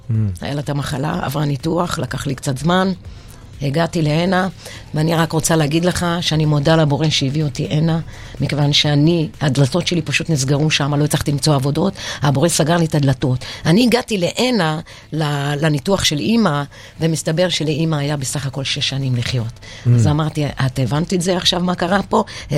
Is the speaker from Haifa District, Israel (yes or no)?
no; Yarhiv, Central District, Israel; moved away as an adult; also born or lived in United States; אני מושבניקית.